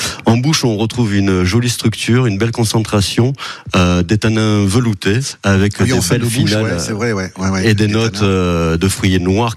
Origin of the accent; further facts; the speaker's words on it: France; on est français.